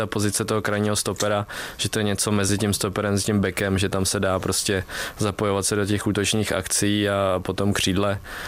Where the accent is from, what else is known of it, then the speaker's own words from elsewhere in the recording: Vysočina Region, Czechia; jsme jeli tam po naší Vysočině, odkud pocházím